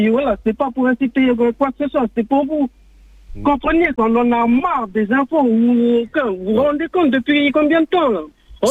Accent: North Province, New Caledonia; je suis quelqu'un du Nord, mais voilà.

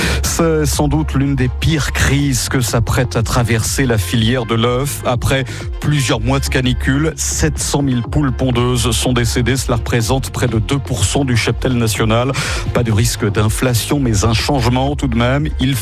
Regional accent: France; chez nous en France.

